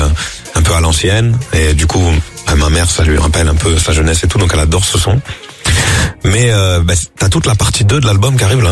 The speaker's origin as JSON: {"language": "French", "town": "Marseille", "region": "Provence-Alpes-Côte d'Azur", "country": "France", "tie": "born or raised there", "said": "quand on était petits à Marseille"}